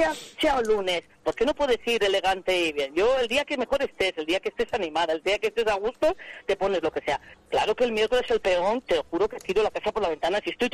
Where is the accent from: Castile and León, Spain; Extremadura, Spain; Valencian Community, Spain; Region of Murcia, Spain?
Castile and León, Spain; Soria; y bueno, pues eso es que somos unos enamorados de San Juan. Nuestras fiestas, por mucho que se hable, y con todos mis respetos, de Pamplona es fantástico